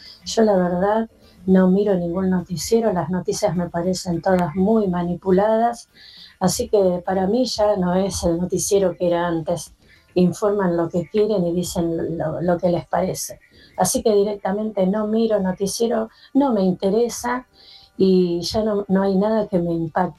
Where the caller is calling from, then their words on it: González Catán, Buenos Aires Province, Argentina; Hola, buen día Radio Latina … de González Catán.